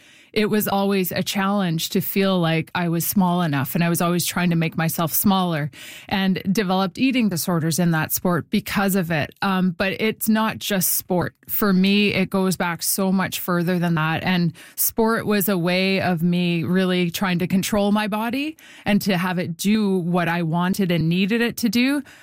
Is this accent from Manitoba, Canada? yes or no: yes; Winnipeg, Manitoba, Canada; It was community sport growing up in Winnipeg, playing ringette, playing soccer, playing all the games that my friends played.